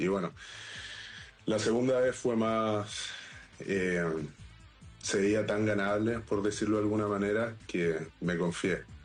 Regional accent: Chile; now in Europe; Así que ahora el 10 de septiembre vuelvo a Chile.

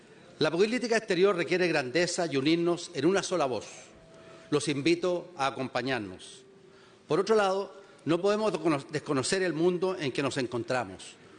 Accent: Chile

